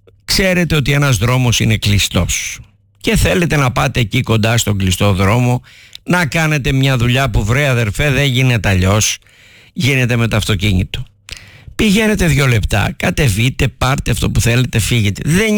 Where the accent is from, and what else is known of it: Patras, Western Greece, Greece